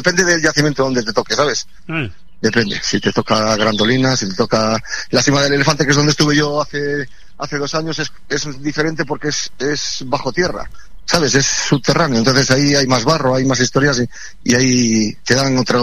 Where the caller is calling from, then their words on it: Burgos, Castile and León, Spain; unos chavales de aquí del pueblo de al lado, de Santa Inés.